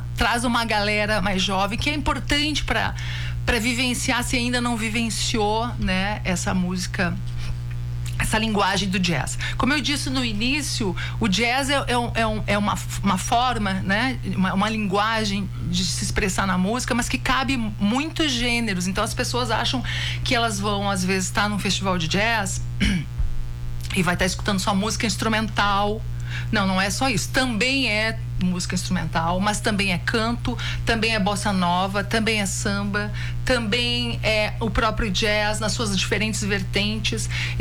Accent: Lages, Santa Catarina, Brazil; now in Bento Gonçalves, Brazil; E eu hoje não moro mais em Lages, mas eu amo Lages. Eu me criei em Lages, tenho um canto em Lages e vivo voltando para Lages, adoro. Mas eu moro hoje em Bento Gonçalves.

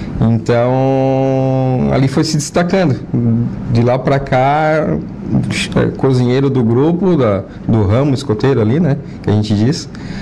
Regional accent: Araranguá, Santa Catarina, Brazil; A minha adolescência aqui em Araranguá mesmo, né? Em 99 abriu o grupo escoteiro aqui de Araranguá, né?

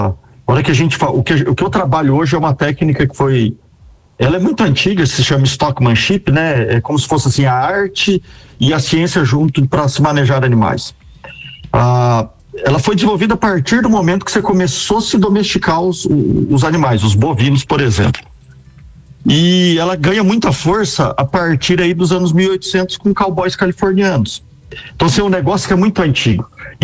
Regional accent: São Joaquim, Santa Catarina, Brazil; born there; moved away; also born or lived in Mato Grosso / Paraná; neto de pecuarista, e sou vizinho de vocês aí, sou natural de São Joaquim.

